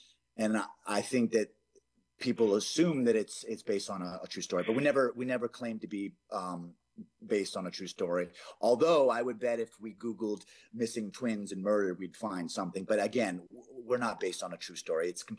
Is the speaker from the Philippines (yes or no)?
no; Canada; now in United States; I'm Canadian. I love Canada, born and raised.